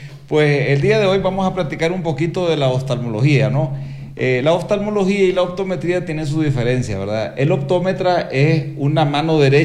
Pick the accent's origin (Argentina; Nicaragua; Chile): Nicaragua; moved away as an adult; now in Ecuador; yo soy de Nicaragua, mi preparación toda la hice allá en Nicaragua.